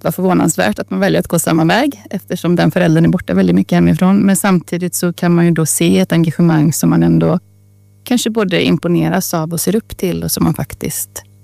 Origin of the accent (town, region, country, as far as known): Trollhättan, Västra Götaland County, Sweden; born or raised there